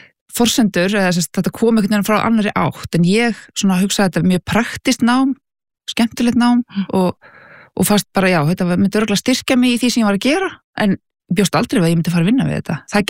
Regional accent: Reykjavík, Capital Region, Iceland; Ég hérna, er uppalinn í Bökkunum í Breiðholti, frábær staður.

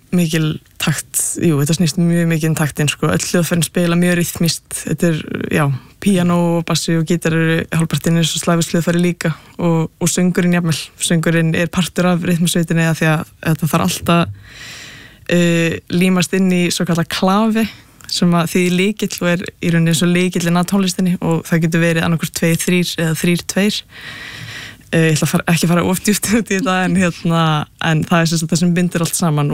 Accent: Capital Region, Iceland; Nei, ég er ættu að vestan ég úlst upp bara hérna bara á höfbrugarsveðinu sko.

